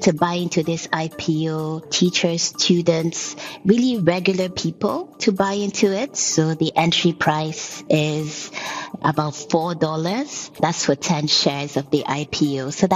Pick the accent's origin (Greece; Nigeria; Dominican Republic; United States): Nigeria; I went to my hometown literally 7 hours away from here, and there were so many points to buy Dangote cement. So the company and the name, his name, is very visible in Nigerians' everyday life.